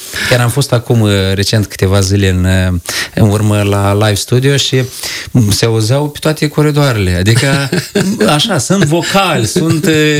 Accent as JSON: {"language": "Romanian", "town": "Briceni", "region": "Briceni District", "country": "Moldova", "said": "eu nu sunt din Lozova, eu sunt din Briceni"}